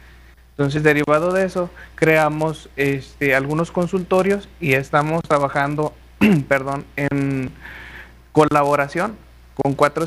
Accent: Cuencamé, Durango, Mexico; yo soy originario del municipio de Cuencamé

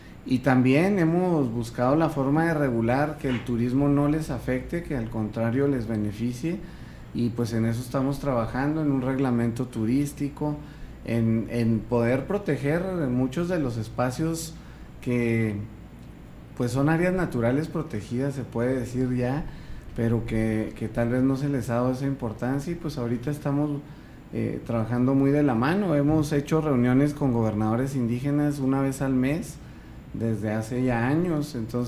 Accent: Guachochi, Chihuahua, Mexico; yo, aunque estoy poquito güerito, pero pues la verdad que hemos convivido en el rancho de la comunidad desde que nacimos en Huachochi.

